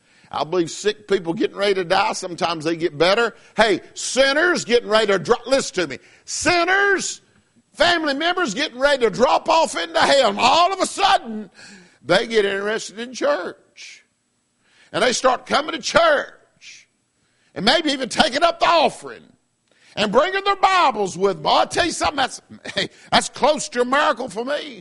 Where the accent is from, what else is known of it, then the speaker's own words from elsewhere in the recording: the South, United States; I'm from the South, I can say ain't.